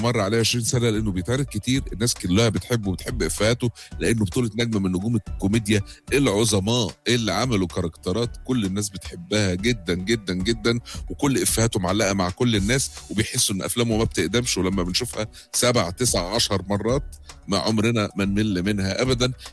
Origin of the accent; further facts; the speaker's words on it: Egypt; إحنا كمصريين